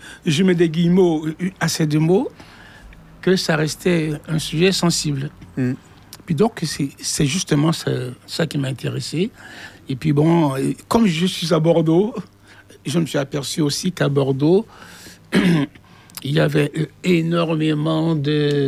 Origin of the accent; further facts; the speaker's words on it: Haiti; Voilà, je suis donc originaire de Haïti.